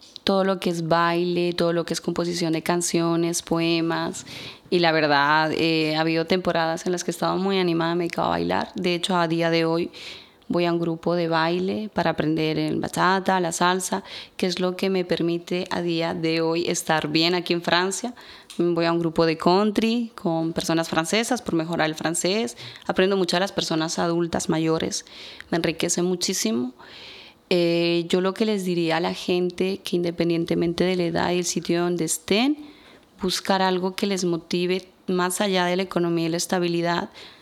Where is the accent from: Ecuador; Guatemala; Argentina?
Ecuador; now in Spain; Mi ciudad natal es Ecuador y yo llevo mucho tiempo de fuera de Ecuador.